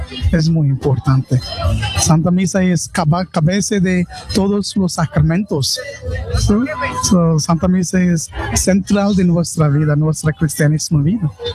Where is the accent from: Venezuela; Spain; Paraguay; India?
India; Spanish is a second language; Yo soy de la India, pero tenemos mucho la gente en hindús, no más cristianos que en India.